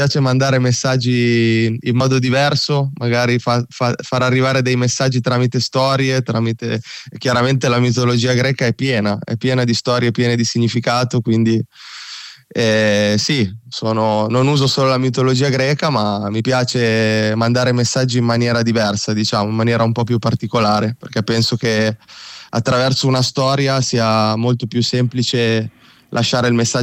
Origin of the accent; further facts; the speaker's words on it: Parma, Emilia-Romagna, Italy; perché io sono nato e cresciuto a Parma